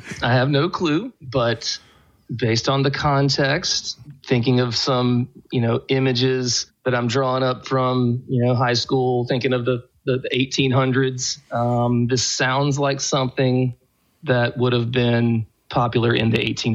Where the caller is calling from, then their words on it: Columbia, South Carolina, United States; from Columbia, South Carolina.